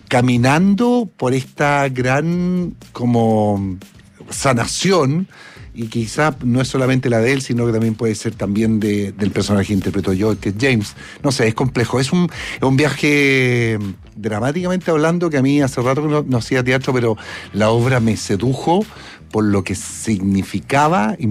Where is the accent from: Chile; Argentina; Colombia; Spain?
Chile; también hablábamos que nosotros como sociedad, como chilenos, somos buenos para el copete, digámoslo.